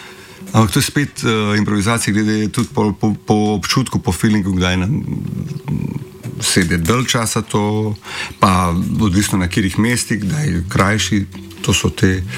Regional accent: North Macedonia; meni so te zelo blizu ritmi, jaz sem pač iz Makedonije

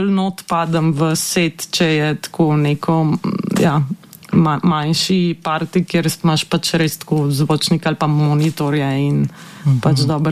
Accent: Trieste, Friuli-Venezia Giulia, Italy; moved away as an adult; now in Ljubljana, Slovenia; ker sem se preselila v Ljubljano in oni imajo vaje v Trstu, ker sem iz Trsta doma.

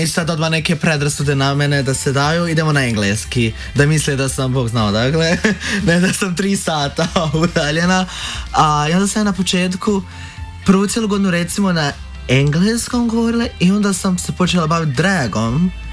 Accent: Velika Kladuša, Federation of Bosnia and Herzegovina, Bosnia & Herzegovina; moved away as an adult; also born or lived in Sarajevo; now in Ljubljana, Slovenia; Rođena sam u Bosni, Velikoj Kladuši. A, tamo sam onda živjela sve do srednje, onda sam u srednju išla u Sarajevo. I onda iz Sarajeva u Ljubljano.

